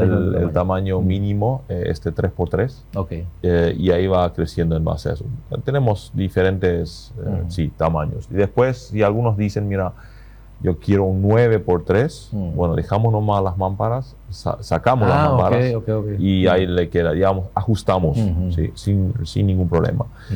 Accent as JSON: {"language": "Spanish", "country": "Paraguay", "said": "Yo creo que nosotros como paraguayos tenemos un valor fundamental"}